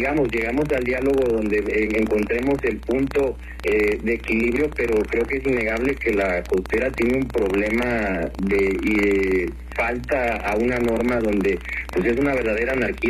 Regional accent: Mexico City, Mexico; now in Acapulco, Mexico; No, yo soy de la Ciudad de México.

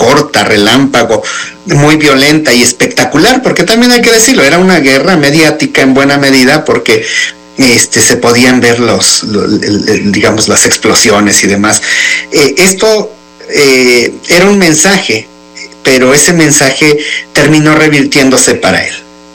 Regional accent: Mexico

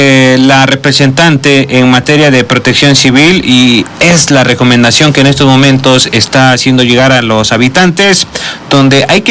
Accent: Puebla, Mexico; Su servidor le he dicho muchas veces que soy de la Mixteca Poblana.

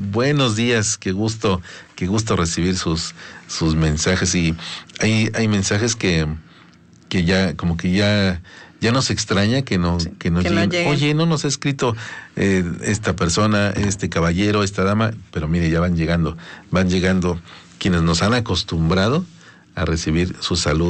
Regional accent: Mexico; ahora soy mexicano con mucho gusto, con mucho orgullo y feliz de vivir en este bello país y sobre todo en este territorio.

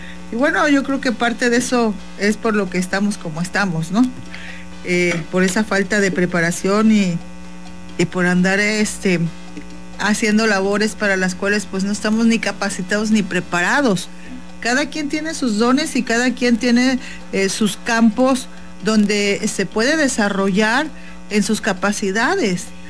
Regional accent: Mexico; nuestra mentalidad debe de cambiar como mexicanos

